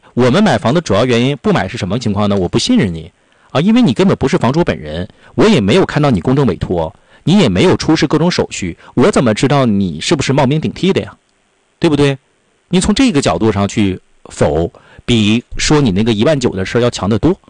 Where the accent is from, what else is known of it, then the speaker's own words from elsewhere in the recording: Northeast China, China; accent: Northeastern Mandarin; 环卫工人不就随身，咱们东北话讲有点带的像那个撮子似的吗？